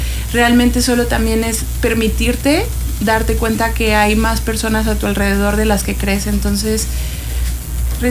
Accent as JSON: {"language": "Spanish", "region": "Querétaro", "country": "Mexico", "tie": "born or raised there", "also_born_or_lived": "Cuernavaca, Morelos, Mexico", "moved": "yes", "lives_now": "Quintana Roo, Mexico", "said": "Yo también soy nacida en Cuernavaca, crecida en Querétaro y orgullosamente quintanarruense."}